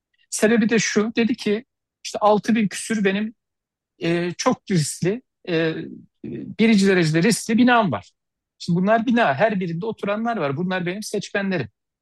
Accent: Yahşihan, Kırıkkale, Turkey; Yakın zamanda ben de Kırıkkaleliyim. Maalesef benim memleketimden, Yahşihan ilçesinden

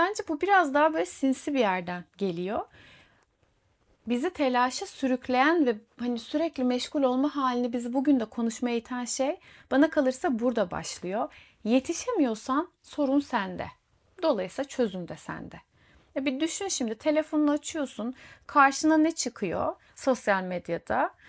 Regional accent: Kuşadası, Aydın, Turkey; moved away; also born or lived in İzmir; Ben İzmir'de okudum 7 sene. Kuşadası'nda büyüdüm. İzmir'de okudum ve tam bütün İzmirlilerin böyle bir yaşamda ağırdan alma, zamanla kavga vermeme halini içimde hissetmiş birisiyim. O yüzden Akdeniz insanı belirtilerim.

